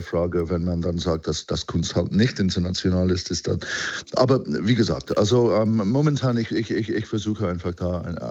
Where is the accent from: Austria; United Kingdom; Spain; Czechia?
United Kingdom; England; German is a second language; moved away as an adult; now in Halle, Germany